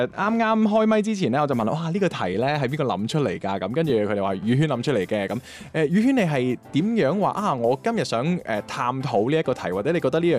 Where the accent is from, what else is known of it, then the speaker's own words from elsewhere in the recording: Guangzhou, Guangdong, China; 哦，因为在座咧，应该得我系广州人。